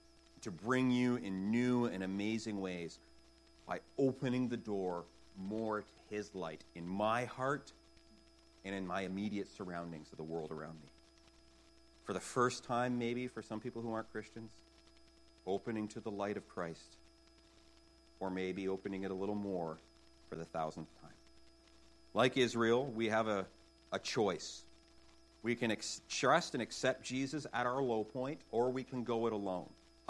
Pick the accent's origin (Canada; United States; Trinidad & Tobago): Canada; I'm Canadian, right?